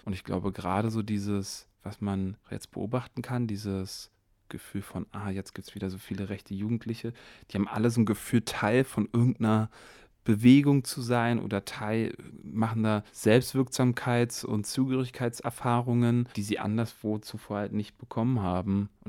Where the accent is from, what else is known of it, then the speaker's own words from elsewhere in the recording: Thuringia, Germany; wir kommen aus Thüringen, so sieht unsere Lebensrealität aus